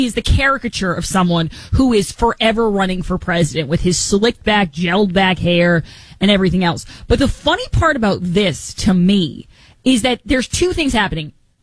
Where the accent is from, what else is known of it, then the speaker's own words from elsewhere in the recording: California, United States; I wouldn't run because no one wants that, and we're both from California.